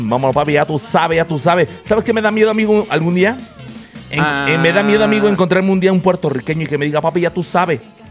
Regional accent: Mexico; eso es algo arraigado que tenemos nosotros como mexicanos

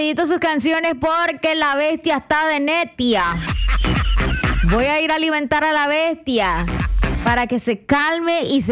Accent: Nicaragua; Aquí nosotros celebramos septiembre como Nica.

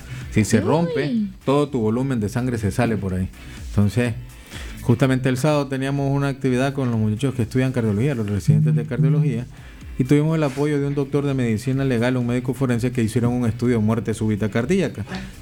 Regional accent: Nicaragua; Pues yo sé que como nicaragüense tenemos una dieta muy rica en ácido graso.

